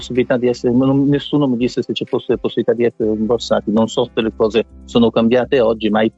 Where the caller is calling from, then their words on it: Lombardy, Italy; Sì, vivo qua. Sono lombardo, sì. Vivo tra Italia e Belgio.